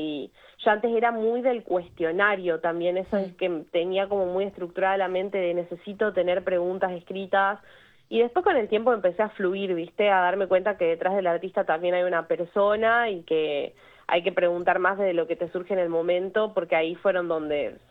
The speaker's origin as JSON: {"language": "Spanish", "region": "Salta", "country": "Argentina", "tie": "born or raised there", "moved": "yes", "said": "Yo soy de Salta"}